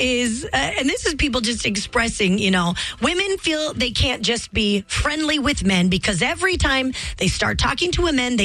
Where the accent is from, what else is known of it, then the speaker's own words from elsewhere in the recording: Montana, United States; also born or lived in Minneapolis; we're from Montana and it's safe. And he was like, you live in Minneapolis.